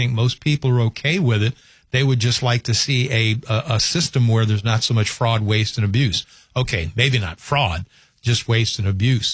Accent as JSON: {"language": "English", "region": "Southern US", "country": "United States", "said": "and I should know this as a Southerner, but I completely forgot"}